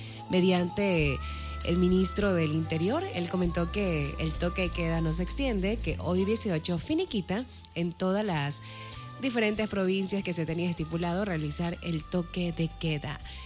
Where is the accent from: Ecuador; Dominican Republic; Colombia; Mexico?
Ecuador; Hoy finiquita el toque de queda en nuestro territorio ecuatoriano.